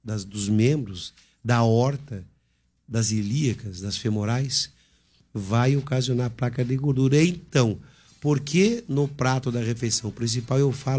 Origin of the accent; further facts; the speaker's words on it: Curitiba, Paraná, Brazil; moved away; Lá na minha terra, Curitiba, chama de Madalena.